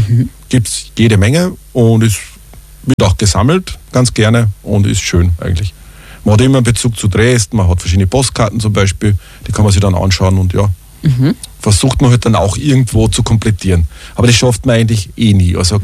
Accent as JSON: {"language": "German", "town": "Siegharting", "region": "Upper Austria", "country": "Austria", "tie": "born or raised there", "said": "es ist ein Brief mit einem Poststempel aus Siegharting, ist meine Heimatgemeinde aus dem Innviertel."}